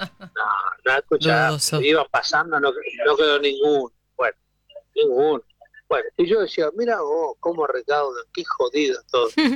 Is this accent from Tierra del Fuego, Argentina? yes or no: yes; Tierra del Fuego, Argentina; born there; Yo de chico estaba en Tierra del Fuego